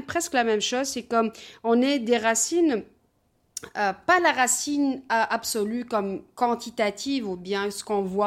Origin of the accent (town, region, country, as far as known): Tunisia; now in Montreal, Canada